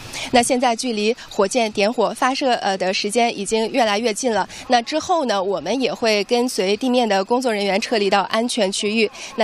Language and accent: Chinese; China; 那十这个数字对我们中国人来说呢，它是一个代表着圆满的数字